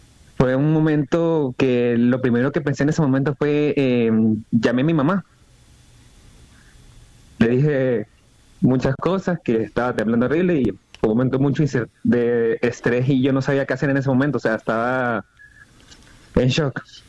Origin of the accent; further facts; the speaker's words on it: Venezuela; moved away as an adult; now in Caracas, Venezuela; yo soy de un pueblo que se llama Socopón. Yo no soy de Caracas. Yo vine acá por ejercer mi carrera.